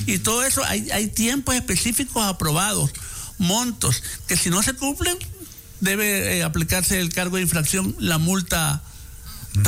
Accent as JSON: {"language": "Spanish", "town": "Guayaquil", "region": "Guayas", "country": "Ecuador", "tie": "born or raised there", "said": "Yo recuerdo de pequeño, cuando yo vivía"}